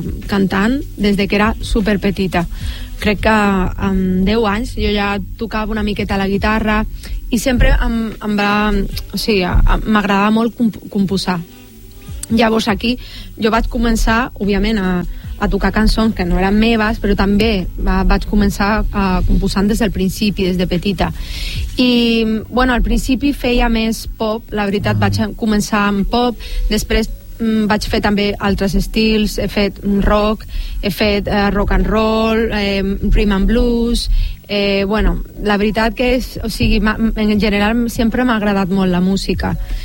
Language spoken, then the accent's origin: Catalan; Málaga, Andalusia, Spain; Catalan is a second language; moved away as an adult; now in Catalonia, Spain; jo vinc de Màlaga